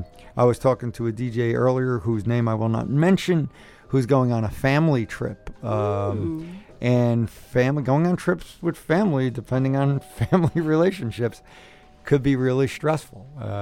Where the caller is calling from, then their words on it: Newark, New Jersey, United States; Yeah, I'm calling from Green Street in Newark.